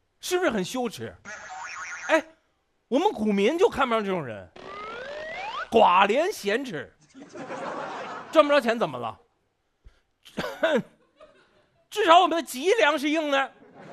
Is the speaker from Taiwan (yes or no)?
no; China; 但我们中国人当时还是太朴素